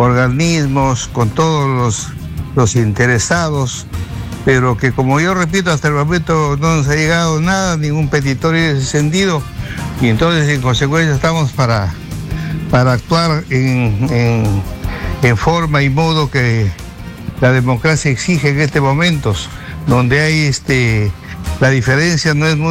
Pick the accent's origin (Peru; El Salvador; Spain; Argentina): Peru; los peruanos, que pasamos aquí una serie de inconvenientes para llevar el pan cada día.